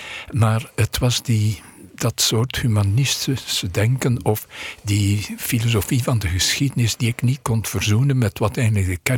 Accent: Poperinge, Flanders, Belgium; now in Netherlands; Ik ben uit Poperingen. Dat ligt vlakbij Ypres, maar eigenlijk vlakbij de Franse grens. En dat heeft mijn jeugd zeer getekend. Ik heb altijd aan mensen gezegd, ik ben geboren tussen 2 abdijen.

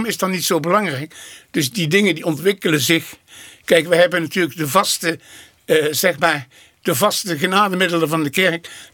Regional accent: Venlo, Limburg, Netherlands; En dus in het stadje Venlo, waar ik geboren ben en getogen ben. Ja, en daar heb ik dus ook, zeg maar, de jaren 60 beleefd.

